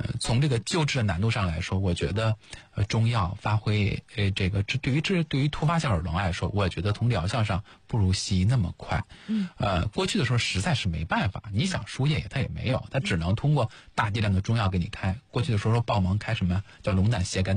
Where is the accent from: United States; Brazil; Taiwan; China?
China; 作为中国人